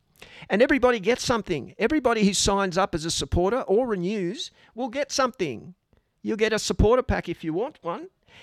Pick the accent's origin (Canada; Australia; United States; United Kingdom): Australia; Sydney, New South Wales; born there; came into this world across the road, literally.